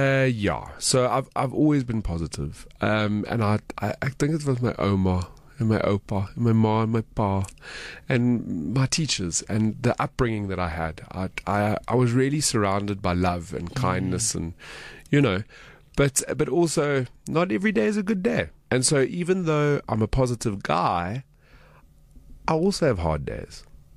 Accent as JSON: {"language": "English", "town": "Alberton", "region": "Gauteng", "country": "South Africa", "tie": "born or raised there", "said": "I grew up in Alberton, a great upbringing. Alberton is a beautiful, beautiful place in Johannesburg to raise a family. I would know, because my parents did it. But after sort of school and whatever, I moved out"}